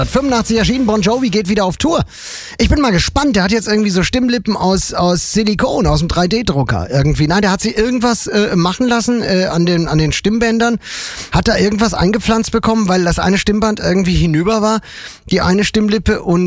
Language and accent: German; Fulda, Hesse, Germany; das in Fulda auf dem Domplatz. Das Konzert der Konzerte, mein absolutes Jahreshighlight, weil es meine Heimat ist und weil es wahnsinnig groß wird.